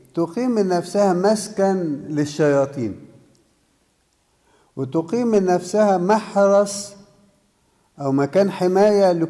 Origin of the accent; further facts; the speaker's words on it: Upper Egypt, Egypt; moved away as an adult; وأنا صغير في الصعيد